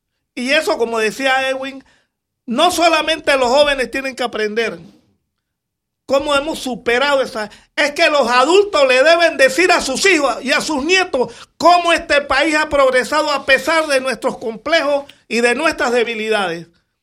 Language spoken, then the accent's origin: Spanish; Panama